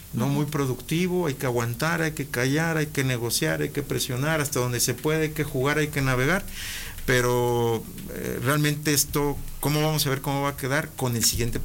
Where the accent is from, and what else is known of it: Mexico